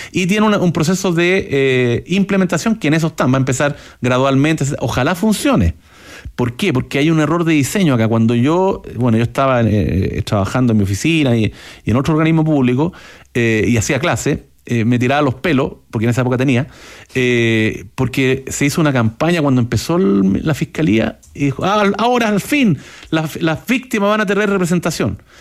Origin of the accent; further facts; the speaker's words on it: Chile; aquí somos estúpidos los chilenos, 90% de las llamadas al 133 son estupideces